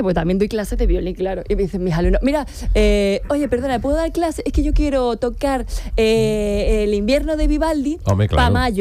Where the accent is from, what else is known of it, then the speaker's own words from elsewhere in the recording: Granada, Andalusia, Spain; me quiere mucho Sevilla, no sé yo por qué, mira que soy granadina, pero me quiere mucho.